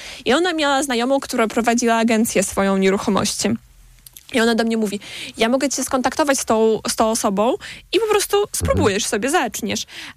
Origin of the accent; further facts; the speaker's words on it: Belarus; pomijając to, że jestem Białorusinką